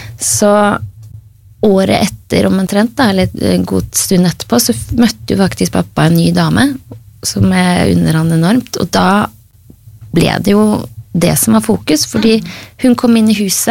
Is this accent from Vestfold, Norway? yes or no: no; Oslo, Norway; jeg vokste opp i Oslo, og de begge nordlendinger.